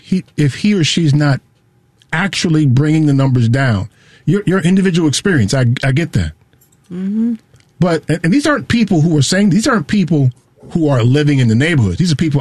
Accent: Milwaukee, Wisconsin, United States; I'm from Milwaukee, and if you're from Milwaukee, I'm not interested in hiring you.

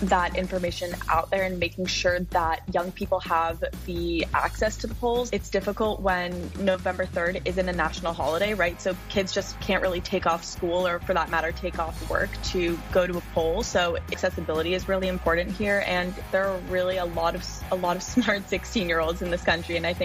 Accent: New York City, New York, United States; I am 19 years old. I'm from New York City

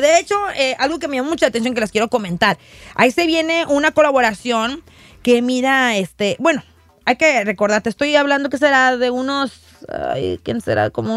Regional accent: Mexico; soy mexicana

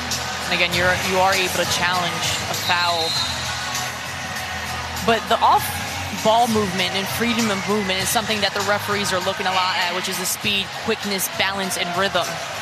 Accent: Kosovo; I'm from Kosovo, so it's good to see our people thriving.

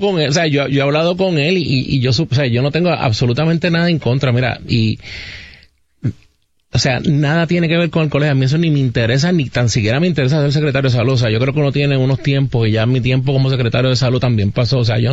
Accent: Puerto Rico

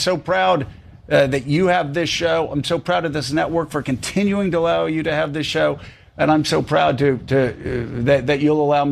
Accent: Pensacola, Florida, United States; a guy from my hometown, Chappie James from Pensacola, Florida

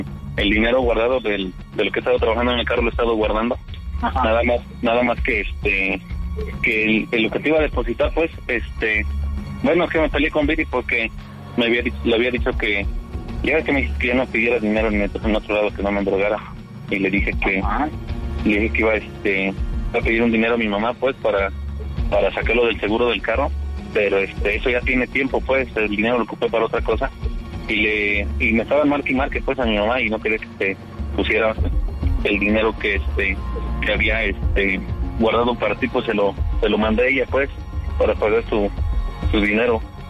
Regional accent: Querétaro, Mexico; pues se dan cuenta que soy de aquí, de Querétaro.

